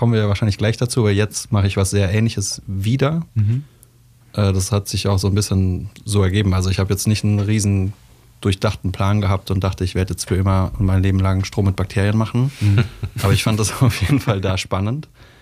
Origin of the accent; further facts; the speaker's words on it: Baden-Württemberg, Germany; ich bin in Oberschwaben aufgewachsen.